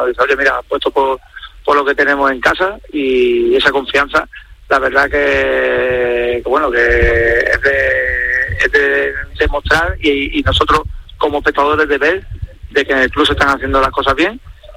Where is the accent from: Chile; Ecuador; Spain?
Spain; Málaga, Andalusia; also born or lived in A Coruña, Spain; que fue la primera vez que yo salí de Málaga